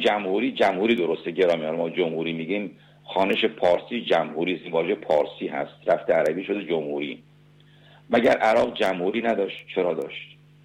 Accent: Iran; ما بچه ایران هستیم،

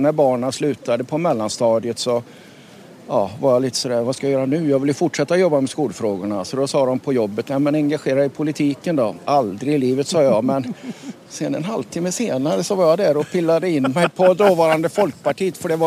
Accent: Lidköping, Västra Götaland County, Sweden; Jag är från Lidköping.

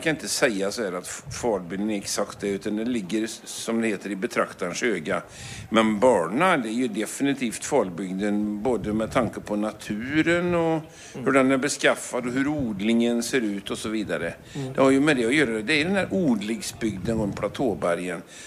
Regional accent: Sörby, Västra Götaland County, Sweden; Och jag är ju inte från den trakten egentligen. Jag är ju från andra änden på Falbygden. Jag är ju från Sörby, ja.

